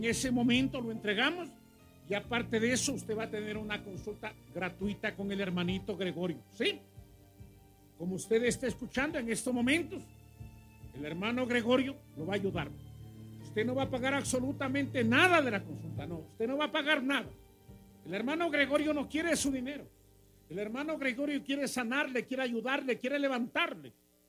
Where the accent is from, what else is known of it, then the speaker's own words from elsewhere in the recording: Venezuela; now in Ecuador; En mi país, en Venezuela